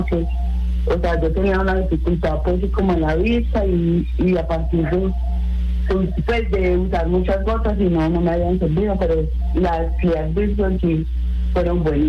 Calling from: Antioquia, Colombia; De La Concha.

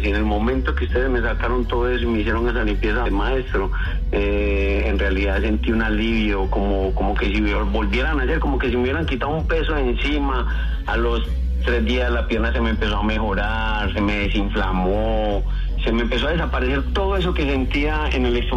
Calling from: El Retiro, Antioquia, Colombia; Yo soy del Retiro … el que fue del Retiro.

